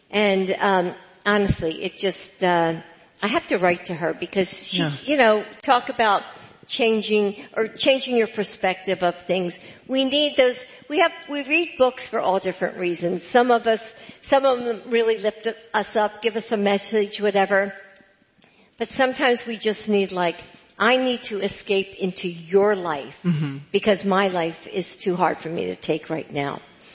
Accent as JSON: {"language": "English", "region": "Pennsylvania", "country": "United States", "tie": "born or raised there", "said": "But, you know, I grew up outside of Philly. I am a Philly girl."}